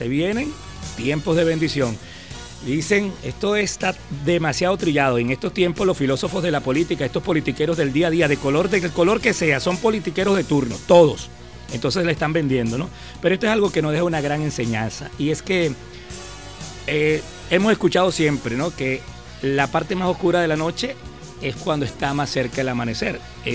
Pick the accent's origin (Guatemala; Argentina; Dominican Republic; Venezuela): Venezuela